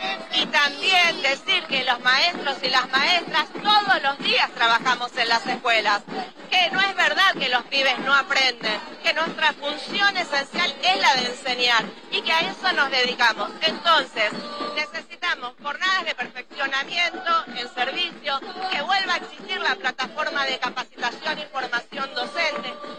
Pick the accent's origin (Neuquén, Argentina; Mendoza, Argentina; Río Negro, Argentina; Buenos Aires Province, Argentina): Buenos Aires Province, Argentina; Quilmes